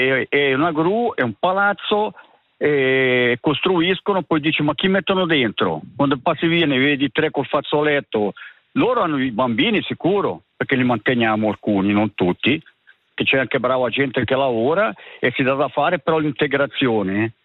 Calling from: Switzerland

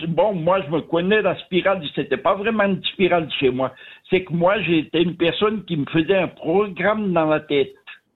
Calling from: Fribourg, Switzerland

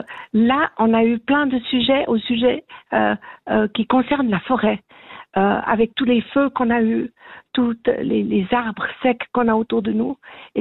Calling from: Aigle, Vaud, Switzerland; J'habite à Aigle

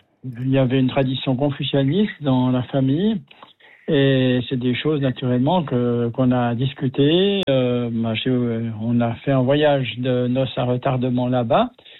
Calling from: Biel/Bienne, Bern, Switzerland; De la région biennoise, oui.

